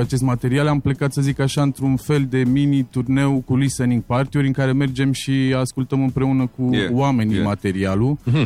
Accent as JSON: {"language": "Romanian", "town": "Constanța", "region": "Constanța County", "country": "Romania", "moved": "yes", "lives_now": "Bucharest, Romania", "said": "Zona de gară din Constanța și aici în București am fost adoptați de cartierul Sălejan, Balta Albă."}